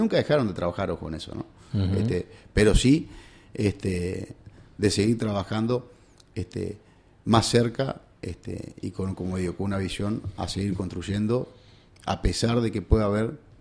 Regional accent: Salto, Uruguay; somos celosamente salteños

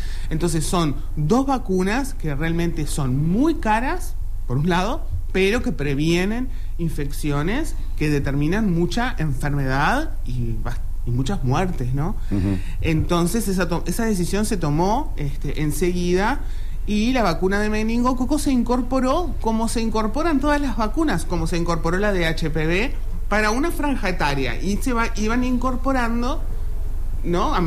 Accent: Uruguay; Somos un país muy pequeño

